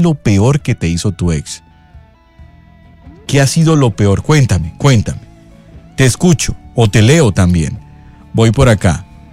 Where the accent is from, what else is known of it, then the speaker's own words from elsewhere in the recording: Bogotá, Colombia; now in Puerto Colombia, Colombia; Soy de Bogotá, pero vivo en Puerto Colombia.